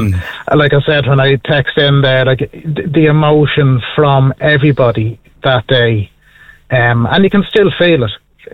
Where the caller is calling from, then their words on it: Ireland; especially being Irish